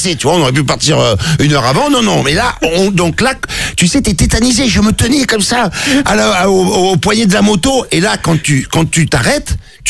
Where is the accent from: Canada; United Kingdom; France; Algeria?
France; Marseille, Provence-Alpes-Côte d'Azur; je suis Marseillais, j'ai roulé sans assurance, sans casque, jusqu'à l'âge de 20 ans.